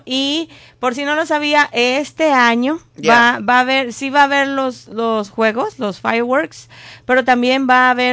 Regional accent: Mexico; now in United States; Yo soy mexicana.

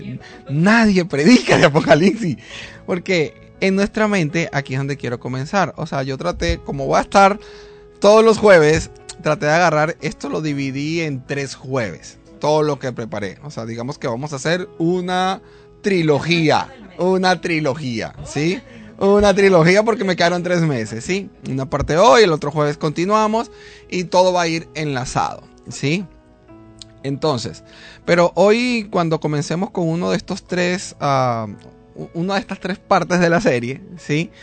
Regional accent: Venezuela

